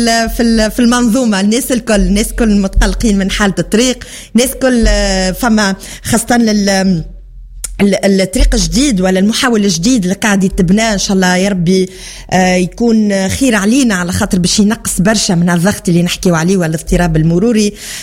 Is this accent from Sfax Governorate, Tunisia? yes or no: yes; Sfax, Sfax Governorate, Tunisia; هاي حذينا في صفاقس، مرحبا بكم، كلامنا لهجتنا السمحة المزيانة كما لهجات تونس الكل.